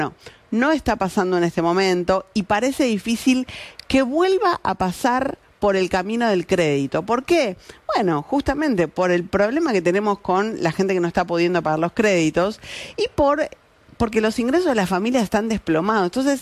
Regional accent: Lomas de Zamora, Buenos Aires Province, Argentina; Muy buenas desde Lomas de Zamora, gracias por estar, gran programa. Besos a mi tierra natal, a Lomas de Zamora.

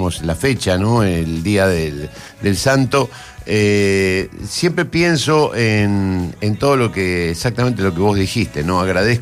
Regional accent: Argentina

